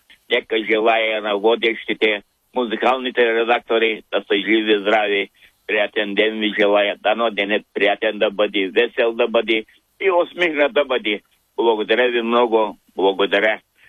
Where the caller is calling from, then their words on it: Dulovo, Silistra Province, Bulgaria; от Дулово.